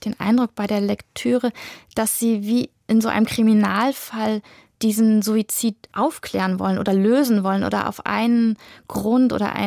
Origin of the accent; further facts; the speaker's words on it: western Germany, Germany; born there; ich bin auch im Westen geboren